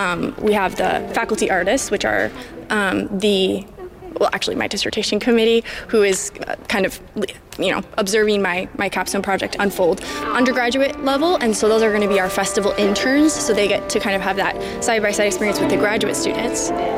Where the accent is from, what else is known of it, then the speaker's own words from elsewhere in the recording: Lindsborg, Kansas, United States; my hometown in Lindsborg